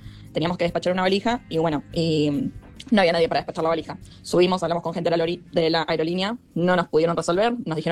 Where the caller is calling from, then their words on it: Rosario, Santa Fe, Argentina; Somos de Rosario con mi novio.